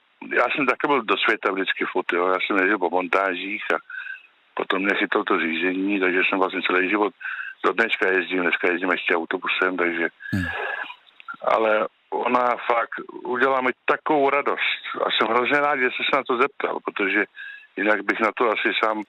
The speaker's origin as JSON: {"language": "Czech", "region": "Karlovy Vary Region", "country": "Czechia", "said": "já jsem ze Sokolovska, jak jsem říkal"}